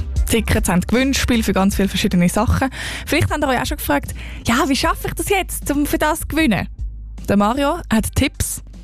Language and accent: German; Appenzell, Switzerland; Ich komme aus dem Appenzell und mein Bürgerrat ist auch im Appenzell.